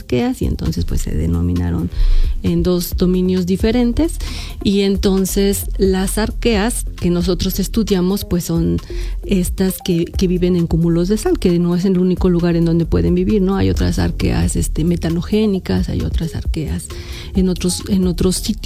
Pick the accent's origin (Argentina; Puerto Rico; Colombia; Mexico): Mexico; Hidalgo; also born or lived in Guadalajara, Jalisco; orgullosamente soy hidalguense y me formé aquí como ingeniera en alimentos